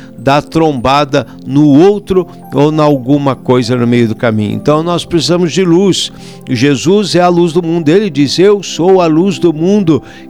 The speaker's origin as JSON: {"language": "Portuguese", "country": "Brazil", "accent": "caipira", "said": "Como bom caipira, trupica"}